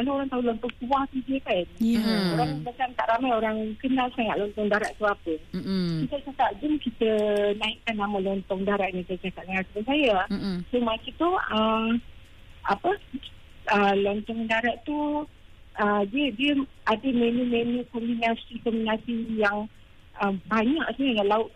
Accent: Kedah, Malaysia; Saya ni orang Kedah sebenarnya.

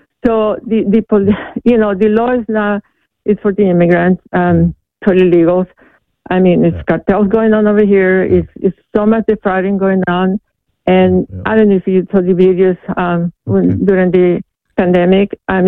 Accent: El Salvador; English is a second language; moved away as an adult; also born or lived in Texas / California; now in United States; You know, I'm an immigrant. I'm from Salvador. When I came to America, my cousin asked me to come and help me.

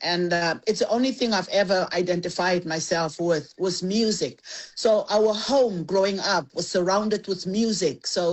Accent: Thokoza, Gauteng, South Africa; I was raised in Thokoza, in the East Rand at Thokoza, not Soweto.

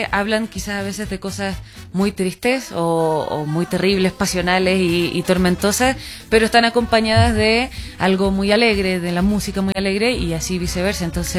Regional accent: Punta Arenas, Magallanes and Chilean Antarctica, Chile; Yo soy de Punta Arenas, que es la Patagonia chilena, que es como lo último que hay en Chile, el sur. Y ahí se conecta mucho con el folclore de Argentina, porque estamos justo ahí, frontera.

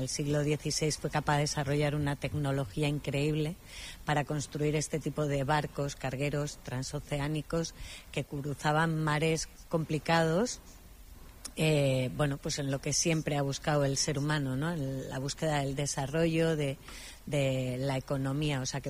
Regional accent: Cáceres, Extremadura, Spain; now in Basque Country, Spain; Yo soy de Cáceres y aquí estoy

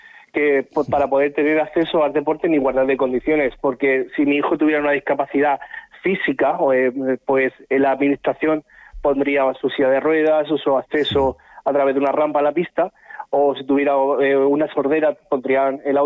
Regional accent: Cieza, Region of Murcia, Spain; nosotros somos de Cieza

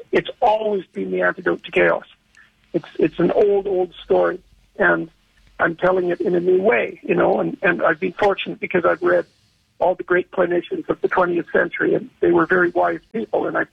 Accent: Canada; I'm impressed. But I'm easily impressed. I'm Canadian. We're easily impressed.

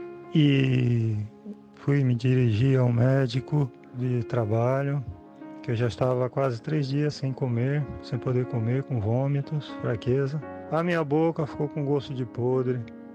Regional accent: Penha, Santa Catarina, Brazil; Sou aqui da cidade de Penha, Santa Catarina.

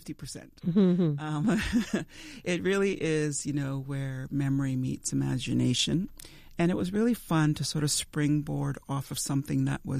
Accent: Temagami, Ontario, Canada; Yeah, when I grew up in Temagami, in Northern Ontario, but I think this is true for all across Canada, really

